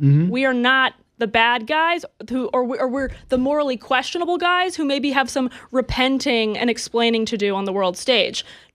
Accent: Florida, United States; My home state is Florida

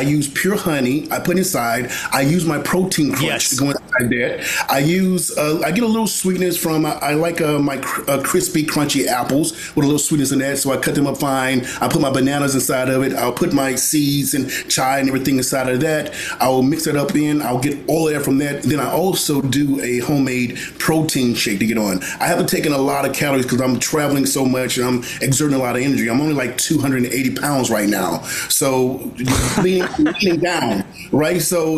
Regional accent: Mississippi, United States; I'm from Mississippi, and the best part of me being from where I'm from was sitting down at a table eating together with my family.

